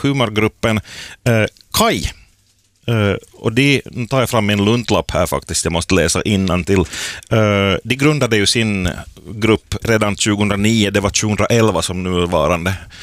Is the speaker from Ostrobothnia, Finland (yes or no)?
yes; Oravais, Ostrobothnia, Finland; Vi kommer ju från Orvais en del av Vörå, men nu är vi väl så där juridiskt på Nykarleby-sidan